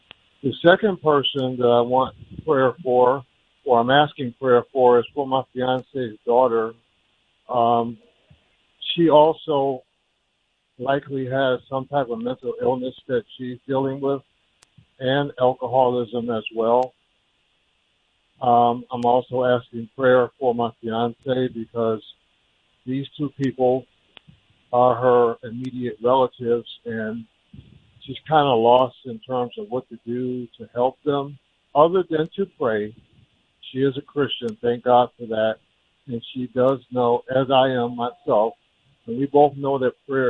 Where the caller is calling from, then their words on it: Detroit, Michigan, United States; I'm calling from Detroit, Michigan.